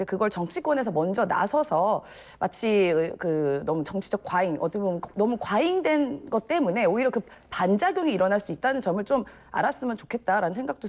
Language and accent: Korean; Seoul, South Korea; 저는 서울 사람이어서 잘 모르지만